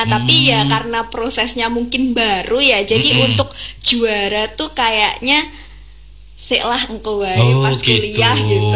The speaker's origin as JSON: {"language": "Indonesian", "town": "Magetan", "region": "East Java", "country": "Indonesia", "said": "Kebetulan aku dari Magetan itu, dari KPR Taman Nasri, tahu nggak?"}